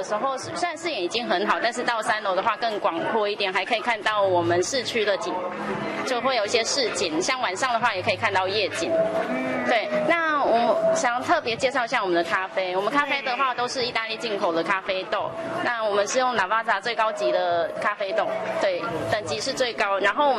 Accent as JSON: {"language": "Chinese", "country": "Taiwan"}